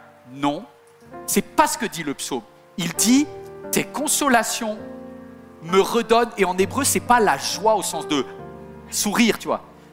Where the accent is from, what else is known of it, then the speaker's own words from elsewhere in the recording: Guadeloupe, France; also born or lived in Martinique; J'ai été élevée en Guadeloupe, en Martinique, on m'a pris... Moi, j'étais en Bretagne.